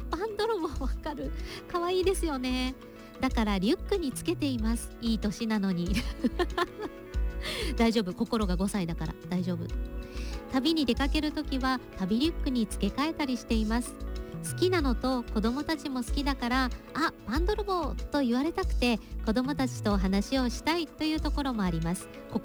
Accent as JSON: {"language": "Japanese", "region": "Kagawa", "country": "Japan", "tie": "born or raised there", "said": "サヌドン、私の地元香川を中心に活動するうどんの妖精という設定のご当地キャラクターです。"}